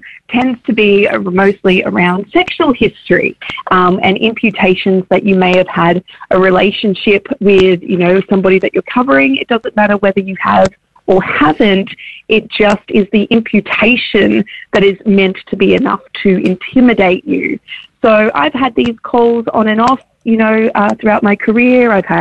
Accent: Queensland, Australia; I'm a Queenslander

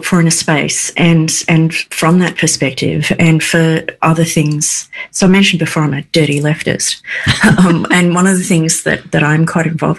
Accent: Tasmania, Australia; born or raised there

